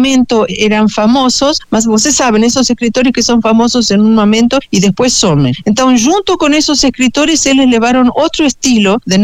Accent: Argentina; Portuguese is a second language; moved away as an adult; now in Brazil; quando vim morar no Brasil, eu sou argentina

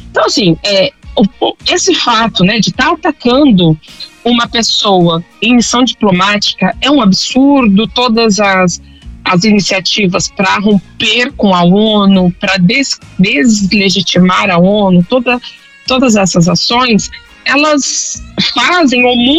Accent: São Paulo, Brazil; born there; São Paulo, né, infelizmente, meu estado natal.

